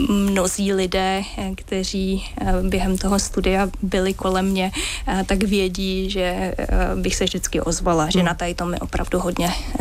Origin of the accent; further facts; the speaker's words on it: Mělník, Central Bohemian Region, Czechia; když jsem jezdila mezi Mělníkem a Prahou a Mělníkem, protože já jsem z Mělníka